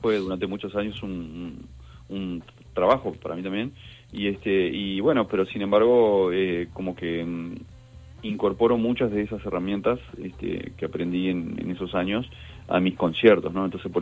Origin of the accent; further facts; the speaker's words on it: Montevideo, Uruguay; yo crecí en el Prado también, ahí el barrio de Wanderers.